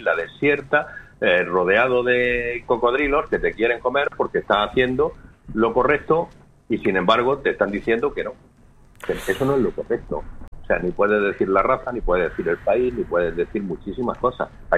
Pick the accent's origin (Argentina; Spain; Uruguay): Spain; El Ejido, Andalusia; Sí, sí, soy un ciudadano de Elegido que comparto mi ciudadanía como elegidense con 35.000 árabes.